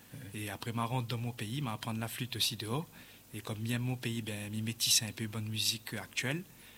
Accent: Réunion; Ben, moi, je suis créole La Réunion et je suis de La Réunion.

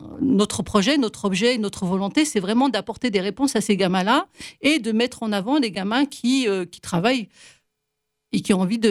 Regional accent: Aubervilliers, Île-de-France, France; Moi-même, je suis un pur produit des quartiers. Je suis d'Aubervilliers. J'ai fait de ma maternelle jusqu'à mon lycée à Aubervilliers.

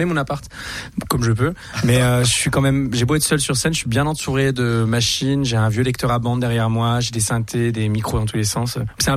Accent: France; born there; also born or lived in Greece / Istanbul, Turkey; Je suis né en France, mais j'ai grandi en Grèce. Mes 5 premières années, j'ai grandi en Grèce. Mes parents avaient un bar en Grèce

